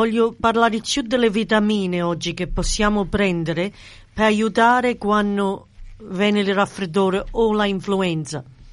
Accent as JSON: {"language": "Italian", "town": "Rome", "region": "Lazio", "country": "Italy", "said": "Io romano com'è."}